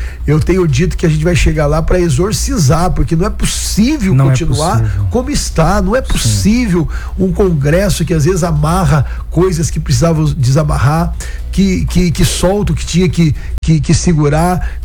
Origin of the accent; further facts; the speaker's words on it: Cornélio Procópio, Paraná, Brazil; um político lá da minha região, da minha cidade, que está vivo até hoje, viu? Oswaldo Trevisan, que foi prefeito de Cornélio Procópio, no Paraná